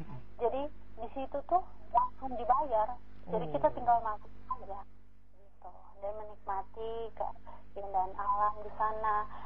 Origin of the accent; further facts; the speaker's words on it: East Nusa Tenggara, Indonesia; dari Unimor pun saya sendiri, dari NTT pun saya sendiri.